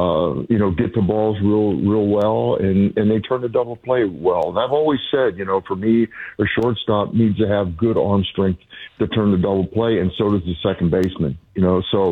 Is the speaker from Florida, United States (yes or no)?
yes; Florida, United States; in Florida growing up, in the afternoons, you know, when I was young, I was probably 8, 9, 10 years old